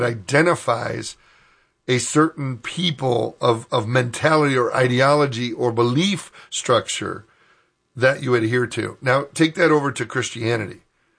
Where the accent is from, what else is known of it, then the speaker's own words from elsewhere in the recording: United States; And we're American, so we do things a certain way.